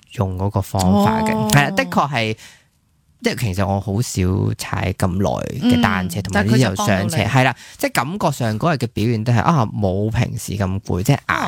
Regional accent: Hong Kong; 因为咧我哋香港人平均嘅钠质嘅摄取咧都系高过世卫标准嘅差唔多一倍。

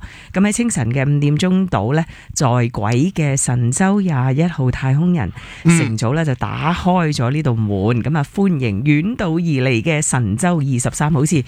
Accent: Hong Kong; 因为我自己都系香港人啦

